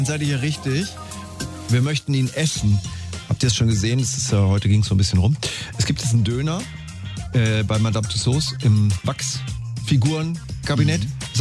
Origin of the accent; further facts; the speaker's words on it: Berlin, Germany; Ich bin Berliner.